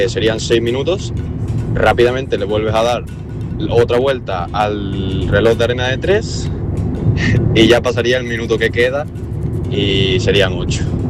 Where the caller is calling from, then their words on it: Seville, Andalusia, Spain; de Sevilla.